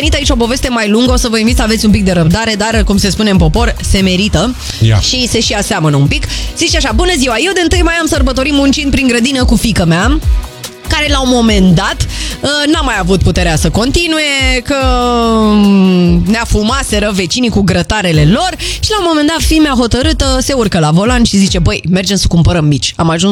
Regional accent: Brașov, Brașov County, Romania; now in Bucharest, Romania; Crede-mă, eu când am venit de la Brașov, Alexandru, eram mai...

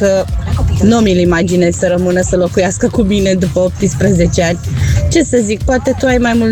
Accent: Bucharest, Romania; din Berceni.

